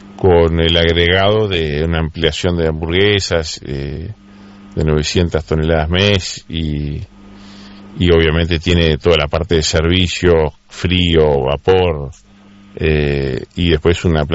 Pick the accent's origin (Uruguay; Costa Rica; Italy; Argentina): Uruguay; como uruguayo lo digo, ¿no?